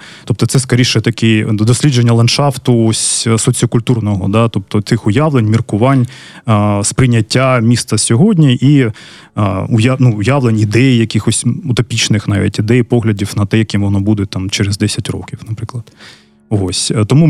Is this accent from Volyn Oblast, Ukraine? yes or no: no; Kharkiv, Kharkiv Oblast, Ukraine; Тому я харків'янин, більша частина команди теж з Харкова, всі ми дуже любимо своє місто